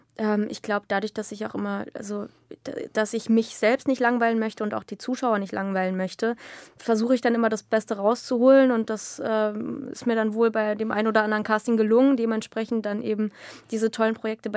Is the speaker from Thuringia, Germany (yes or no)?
yes; Jena, Thuringia, Germany; born there; Ich bin in Jena geboren, ja. Die einen saßen in Berlin, die anderen in Spanien. Meine Mutter kommt aus Spanien.